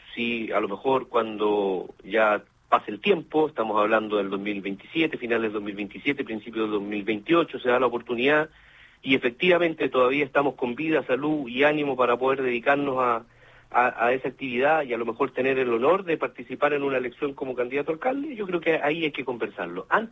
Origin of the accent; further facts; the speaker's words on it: Linares, Maule, Chile; nosotros somos gente de Linares, hemos sido siempre toda la vida, nuestras familias